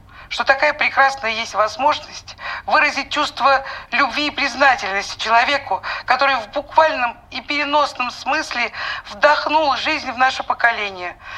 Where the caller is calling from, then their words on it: Moscow, Russia; Я из Москвы.